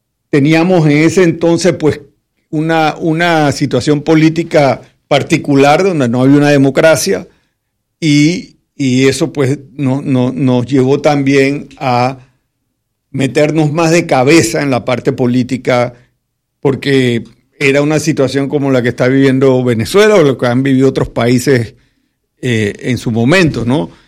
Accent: Panama; nuestra calidad de personas como panameños

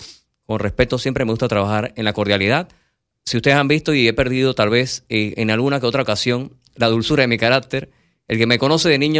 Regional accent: Panama City, Panamá, Panama; yo soy del barrio de Panamá Viejo

